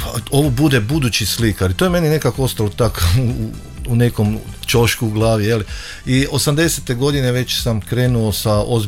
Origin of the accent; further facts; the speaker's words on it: Gabajeva Greda, Koprivnica-Križevci County, Croatia; rođen sam u Gabajevoj Gredi 68. godine, općina Hlebine, i kako se kaže, gdje sam rođen, evo tu i živim, u Podravini.